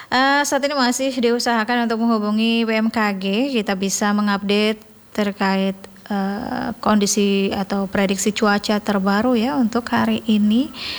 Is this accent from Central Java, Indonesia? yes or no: no; Tarakan, North Kalimantan, Indonesia; kita juga sebagai warga Kota Tarakan